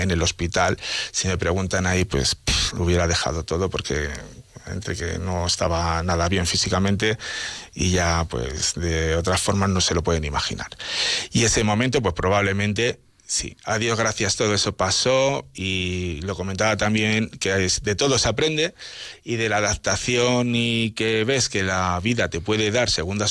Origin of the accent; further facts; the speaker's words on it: Fombellida, Castile and León, Spain; Yo vengo de Fuenbellida